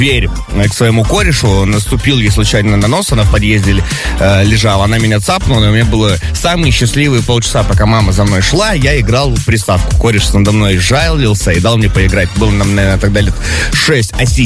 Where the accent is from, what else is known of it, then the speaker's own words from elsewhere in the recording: Magadan, Magadan Oblast, Russia; Я из Магадана